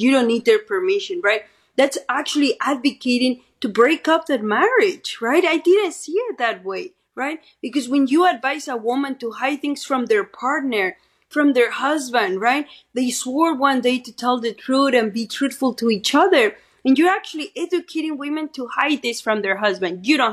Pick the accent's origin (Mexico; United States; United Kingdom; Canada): Mexico; I'm an immigrant. I'm from Mexico. I want to help my women, right?